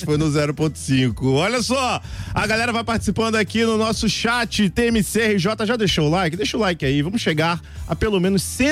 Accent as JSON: {"language": "Portuguese", "town": "São Gonçalo", "region": "Rio de Janeiro", "country": "Brazil", "tie": "born or raised there", "said": "Alcântara, São Gonçalo. Um abraço pro Alcântara. Sou cria de Alcântara."}